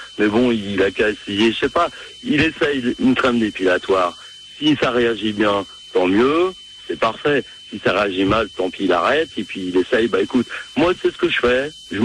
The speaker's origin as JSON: {"language": "French", "town": "Paris", "region": "Île-de-France", "country": "France", "tie": "born or raised there", "moved": "as an adult", "lives_now": "Roubaix, France", "said": "Je suis originaire de Paris"}